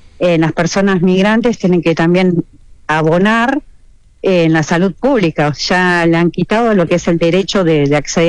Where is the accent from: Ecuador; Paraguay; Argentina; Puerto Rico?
Argentina; Buenos Aires; somos más porteños que el obelisco